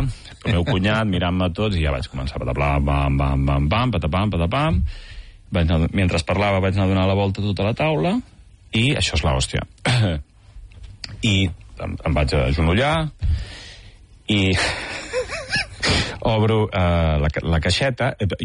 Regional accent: Altafulla, Catalonia, Spain; No, jo sempre he jugat a Tarragona, o vaig jugar sobretot al meu poble, a Altafulla

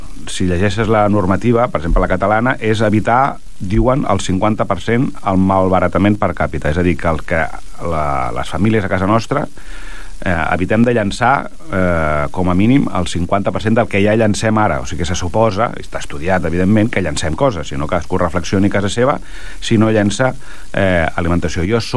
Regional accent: Vilassar de Mar, Catalonia, Spain

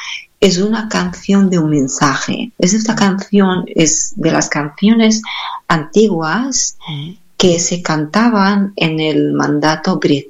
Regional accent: Palestine; moved away as an adult; now in Catalonia, Spain; yo decía soy palestina, from Palestine

